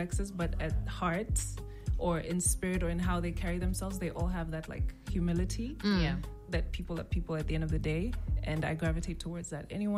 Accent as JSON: {"language": "English", "town": "Budaka", "region": "Eastern Region", "country": "Uganda", "also_born_or_lived": "Tororo", "said": "my home, my village is Budaka."}